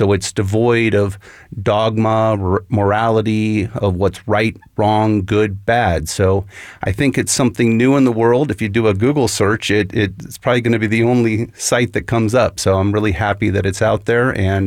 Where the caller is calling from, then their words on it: South Jordan, Utah, United States; from South Jordan